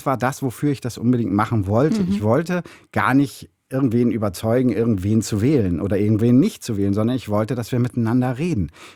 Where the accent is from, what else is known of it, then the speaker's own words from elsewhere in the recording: Mecklenburg-Vorpommern, Germany; now in Berlin, Germany; Ach, ich bin sehr verbunden mit Mecklenburg. Das ist meine Heimat und da komme ich her. Meine Eltern leben immer noch in Schwerin.